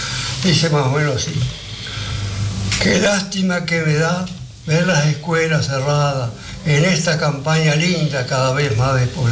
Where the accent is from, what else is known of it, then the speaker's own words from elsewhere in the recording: Villa del Carmen, Durazno, Uruguay; la gente de mi pueblo